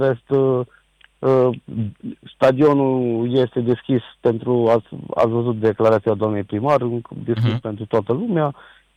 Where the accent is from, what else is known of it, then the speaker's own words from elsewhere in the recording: Sibiu, Sibiu County, Romania; Șelimbărul este parte din Sibiu, este legat. Noi suntem toți sibieni, toți care suntem acolo, am crescut în Sibiu.